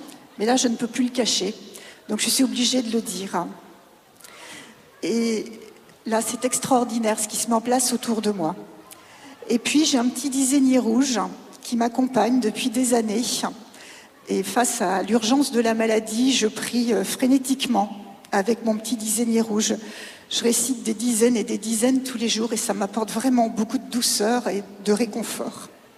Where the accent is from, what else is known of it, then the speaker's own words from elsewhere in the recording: Nantes, Pays de la Loire, France; j'ai 53 ans, je viens de Nantes.